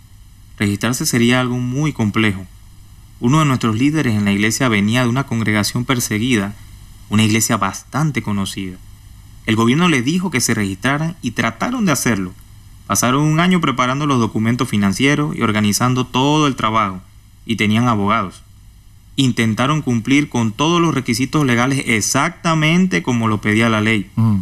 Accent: China; nosotros que somos creyentes chinos

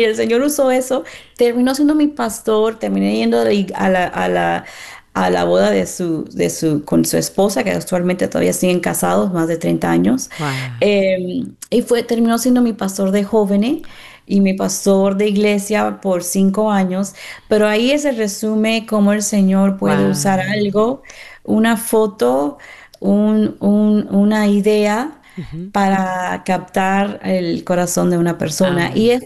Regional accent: Miami, Florida, United States; now in San Antonio, United States; Yo soy de Miami, Esto fue en Miami.

